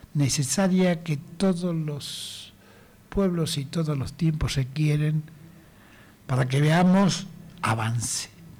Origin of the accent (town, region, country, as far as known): Argentina